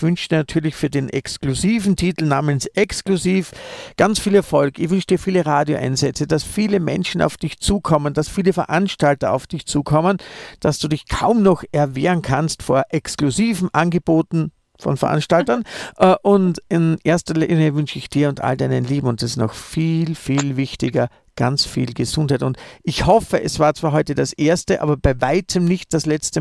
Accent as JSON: {"language": "German", "region": "Vienna", "country": "Austria", "said": "Ich darf den Tiroler nur nie verraten, dass ich eigentlich Wiener bin"}